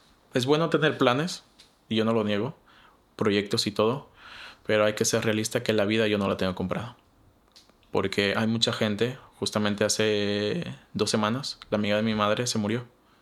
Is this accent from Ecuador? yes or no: yes; Loja, Ecuador; Yo soy de Loja y yo recuerdo que sabía hacer los San Juanitos o el Año Viejo, cositas así que extraño, que hasta el día de hoy lo extraño porque soy ecuatoriano y estoy orgulloso de ello.